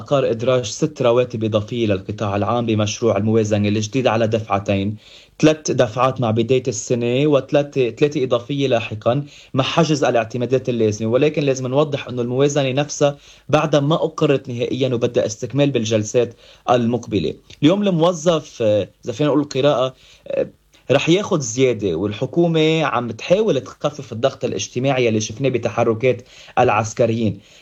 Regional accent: Lebanon; كلنا نحن لبنانيين أبا عن جد

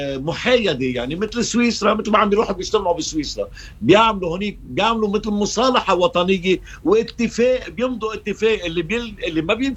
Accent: Lebanon

